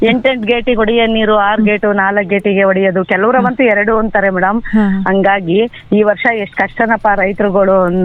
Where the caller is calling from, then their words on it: Nerlagundi, Karnataka, India; ನೇರ್ಲಗುಂಡಿಯಿಂದ.